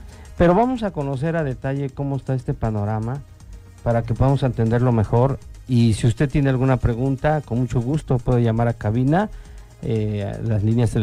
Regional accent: Mexico; ya como buen mexicano

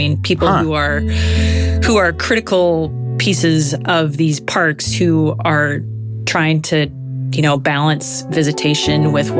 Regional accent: Midwest, United States; Yeah, I'm from the Midwest. I know that's probably bad advice, but I think their jobs are really hard right now.

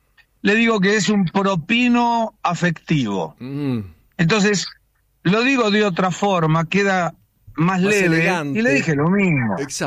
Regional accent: Argentina; now in Brazil; soy el único argentino que tiene un programa periodístico propio acá en la televisión brasileña.

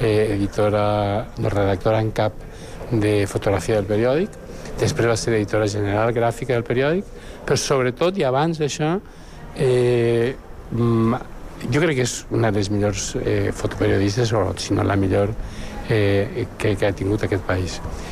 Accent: Valencian Community, Spain; Jo vivia a un poble petit, a València, i llavors veia

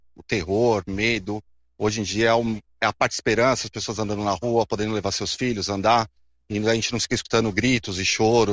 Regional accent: São Paulo, Brazil; born there; Eu nasci no Bom Retiro, vim aqui no prédio quando construíram e gerencio ele até hoje.

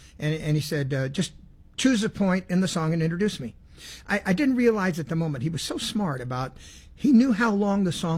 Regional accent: Sacramento, California, United States; also born or lived in Los Angeles; I'm from California, born in Los Angeles, raised in Sacramento.

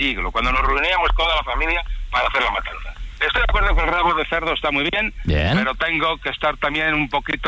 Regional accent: Valladolid, Castile and León, Spain

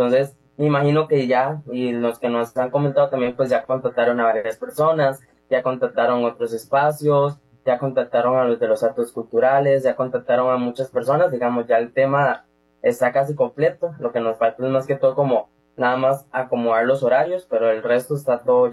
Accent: Limón, Costa Rica; Soy de Limón Centro.

